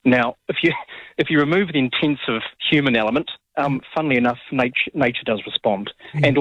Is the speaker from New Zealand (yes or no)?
yes; Auckland, New Zealand; moved away as an adult; now in Whangaparaoa, New Zealand; I grew up in Pakeranga back in the 80s